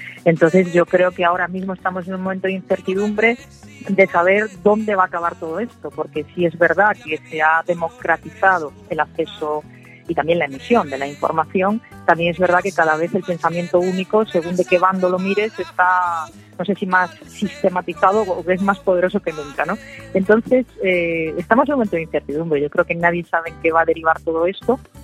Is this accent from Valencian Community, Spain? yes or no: no; A Coruña, Galicia, Spain; Ya sabes que sí, que Coruña es mi casa. Yo soy coruñesa